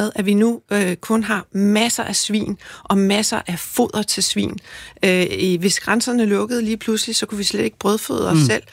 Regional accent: Zealand, Denmark; Jeg er vokset op på Sydsjælland, på landet

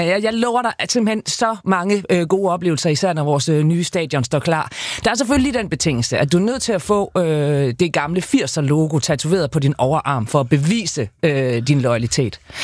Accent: Horsens, Central Denmark Region, Denmark; Men jeg kommer fra Horsens egnen for fanden

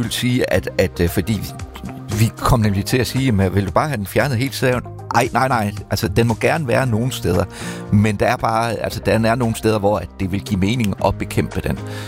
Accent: Saltum, North Denmark Region, Denmark; i skolekøkkenet hjemme på Saltum Centralskole

